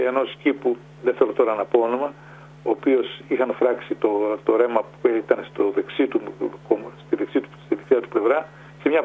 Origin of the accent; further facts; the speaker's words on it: Greece; επειδή είμαστε μυαλοκομμένοι ως Έλληνες